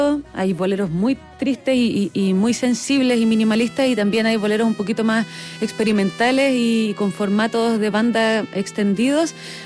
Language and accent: Spanish; Punta Arenas, Magallanes, Chile; Yo que vengo de Punta Arenas, hay harta conexión con el folclore de Argentina del sur, el chamamé, la chacarera, la samba.